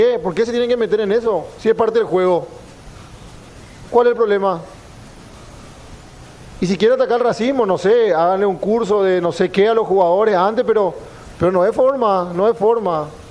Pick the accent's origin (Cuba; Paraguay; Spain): Paraguay